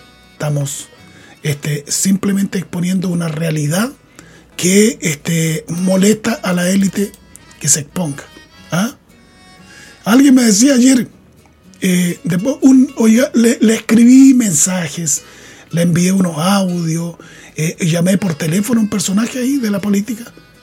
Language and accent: Spanish; Chile; nos toca vivir a nosotros como chilenos